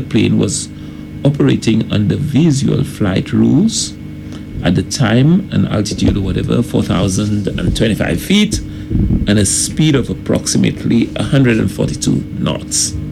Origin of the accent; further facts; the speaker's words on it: Gros Islet, St. Lucia; And I remember growing up in Grosile